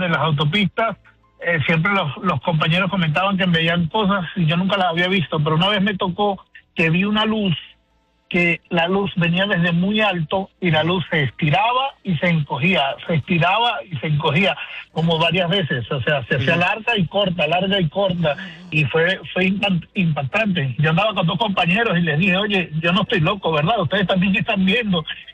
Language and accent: Spanish; Venezuela; Mira, una vez en mi país, yo soy de Venezuela